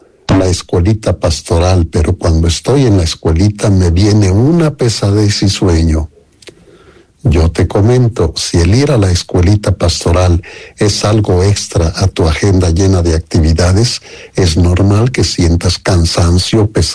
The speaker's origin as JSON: {"language": "Spanish", "town": "Valle de Santiago", "region": "Guanajuato", "country": "Mexico", "tie": "born or raised there", "also_born_or_lived": "Morelia, Michoacán", "moved": "yes", "lives_now": "San Cristóbal de las Casas, Mexico", "said": "mi pueblo natal, Valle de Santiago, o también tener algún lugar en Morelia, Michoacán, donde me formé y ejercí algunos años el ministerio presbiteral."}